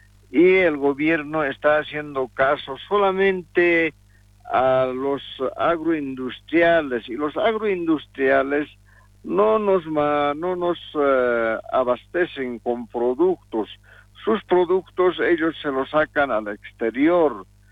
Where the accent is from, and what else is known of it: Bolivia